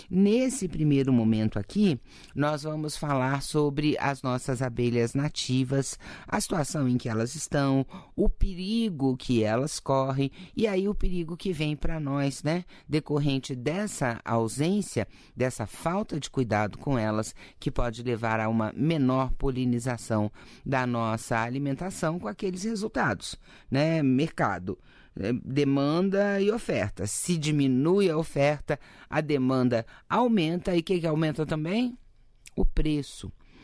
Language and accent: Portuguese; Brasília, Federal District, Brazil; born there; also born or lived in Rondônia; Eu digo assim, gente, que quando eu nasci aqui em Brasília, né, Brasília era só o barro vermelho. As emas botava a careta dentro da janela da minha casa, assim, né? Aí depois eu fui pra Rondônia